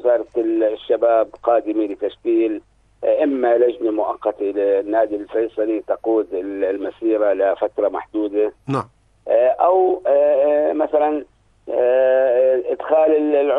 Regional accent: Jordan; إحنا كمنتخب أردني

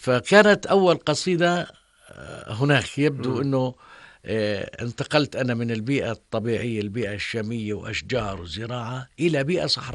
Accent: Jordan; هنا عندنا في الأردن

